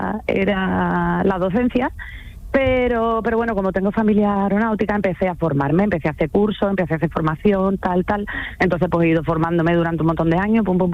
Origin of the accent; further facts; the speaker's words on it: Seville, Andalusia, Spain; nosotros somos de aquí de Sevilla, sí.